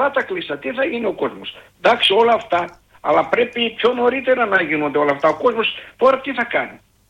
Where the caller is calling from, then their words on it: Kapnochori, Western Macedonia, Greece; Εγώ είμαι από το Καπνοχώρι. Καπνοχώρι Κοζάνης. Είμαι 3 χιλιόμετρα από τον Άγιο Δημήτριο.